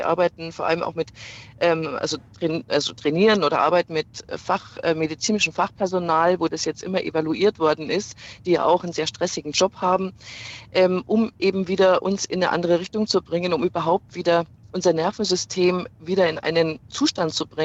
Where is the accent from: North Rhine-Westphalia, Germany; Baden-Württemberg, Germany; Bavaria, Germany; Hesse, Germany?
Bavaria, Germany; Regensburg